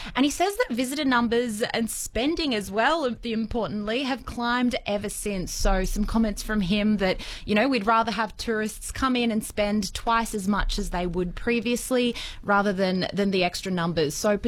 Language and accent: English; Sydney, New South Wales, Australia; Oh, I am from Sydney